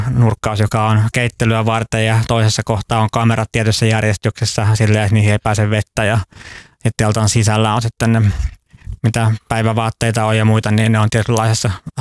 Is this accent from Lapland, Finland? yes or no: no; Helsinki, Uusimaa, Finland; Länsi-Helsingistä.